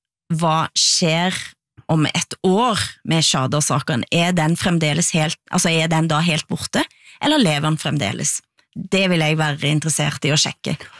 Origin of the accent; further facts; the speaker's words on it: Erfjord, Rogaland, Norway; Som inkluderer Borges og Erfjord, der jeg kommer fra, vel å merke.